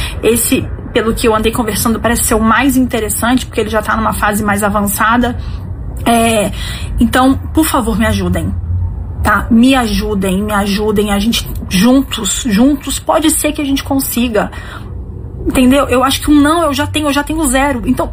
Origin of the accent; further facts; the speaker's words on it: Brazil; A gente é brasileiro